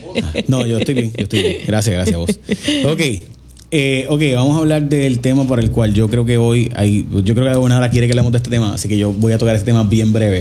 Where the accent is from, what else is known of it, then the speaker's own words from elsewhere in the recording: Puerto Rico; Yo quiero decirle a mi país, a mi pueblo, que el territorio incorporado, en mi opinión, es inevitable si usted quiere ser Estado. Para Puerto Rico va a ser inevitable.